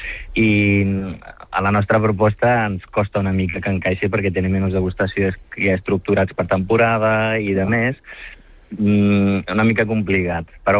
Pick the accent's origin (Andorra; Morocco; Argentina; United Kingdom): Morocco; now in Tarragona, Spain; perquè jo vinc del Marroc, soc amasí